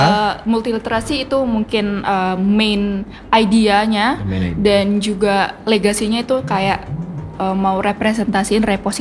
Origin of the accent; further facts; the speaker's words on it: Binjai, North Sumatra, Indonesia; Saya dari Binjai.